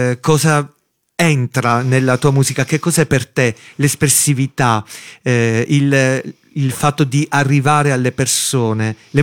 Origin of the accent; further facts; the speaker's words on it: Sicily, Italy; Sono siciliano